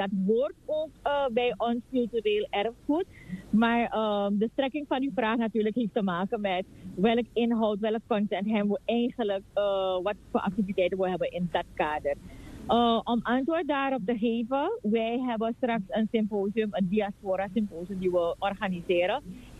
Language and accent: Dutch; Suriname; Omdat we eigenlijk als Surinamer overal ter wereld, maar ook vooral in Suriname, moeten vieren wie we zijn.